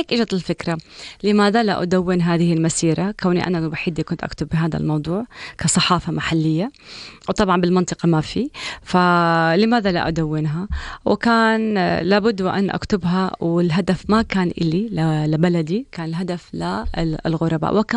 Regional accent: Jordan; بالعادة لما كانوا يقولوا لي أنت مسيحية، أقول لهم أنا أردنية

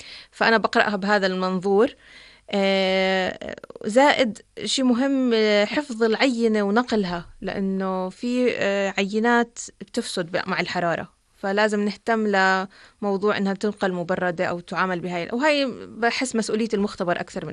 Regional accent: Jordan; الآن موجودة ومتوفرة عندنا في الأردن

